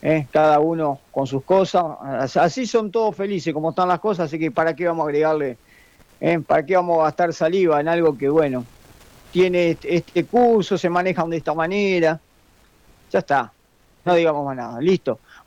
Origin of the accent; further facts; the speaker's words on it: Argentina; Nosotros somos argentinos, albiceleste, de corazón